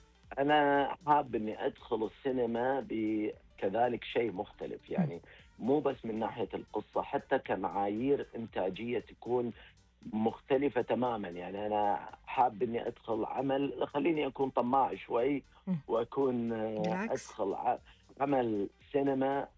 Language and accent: Arabic; Saudi Arabia; وهذا يعكس على بيئتنا ودرامتنا احنا كسعودية.